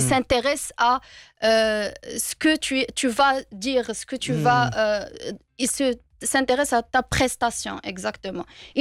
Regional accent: Fez, Fès-Meknès, Morocco; French is a second language; C'est plutôt parce que, encore, je suis marocaine. Je suis issue d'une famille modeste, très modeste. J'ai grandi dans un quartier populaire de Medina Qdima à Fès.

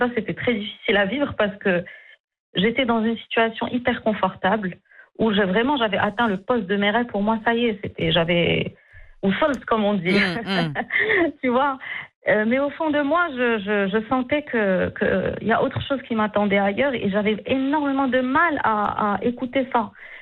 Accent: Morocco; moved away; Parce que quand j'ai quitté le Maroc, je me suis rendu compte que je ne savais pas qui j'étais. J'avais évolué dans une société où on ne prend pas le temps de nous poser la question de qui on est, quels sont nos besoins.

